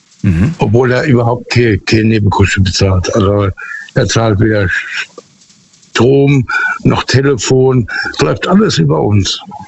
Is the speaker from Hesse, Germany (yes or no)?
yes; Hesse, Germany; Ich bin eigentlich aus der Nähe von Biblis.